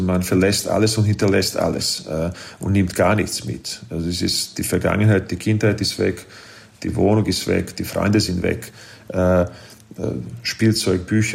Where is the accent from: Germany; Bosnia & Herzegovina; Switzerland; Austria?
Bosnia & Herzegovina; Prijedor, Republika Srpska; moved away; Ich stamme aus Bosnien-Herzegowina, bin in der nordbosnischen Stadt Prijedor aufgewachsen